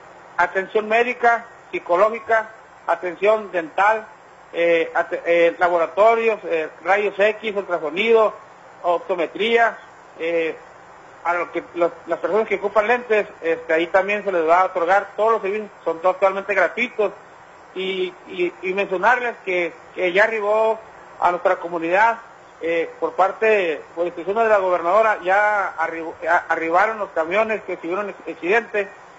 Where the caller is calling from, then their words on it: Baja California, Mexico; acá del Valle Mexicali.